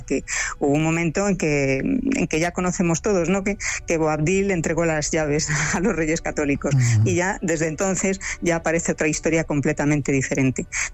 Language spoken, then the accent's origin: Spanish; Madrid, Community of Madrid, Spain; born there; A mí ya me han catalogado como una granadina nacida en Madrid, pero no puedo saber por qué.